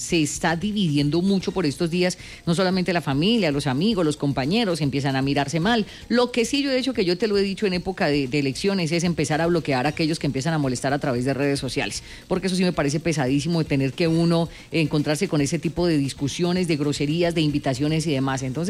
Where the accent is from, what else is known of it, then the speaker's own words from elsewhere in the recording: Colombia; que uno como ciudadano y como colombiano tiene todo el derecho de hacerlo